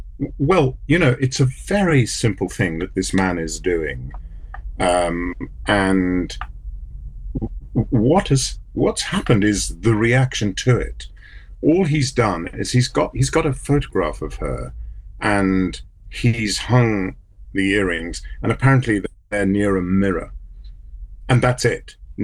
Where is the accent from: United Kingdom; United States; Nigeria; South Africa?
South Africa; As a South African